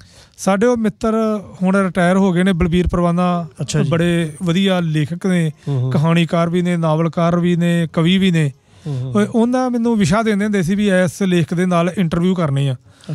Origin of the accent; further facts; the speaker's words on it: Amritsar, Punjab, India; ਮੈਂ ਜਦੋਂ ਆਪਣਾ ਨਾਂ ਦੱਸਿਆ, ਅੰਮ੍ਰਿਤਸਰ ਤੋਂ ਦੱਸਿਆ